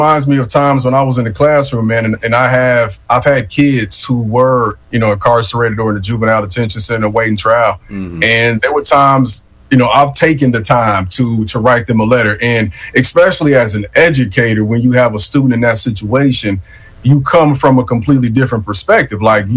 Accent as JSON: {"language": "English", "town": "Chicago", "region": "Illinois", "country": "United States", "tie": "born or raised there", "said": "When I was growing up in Chicago in the 90s"}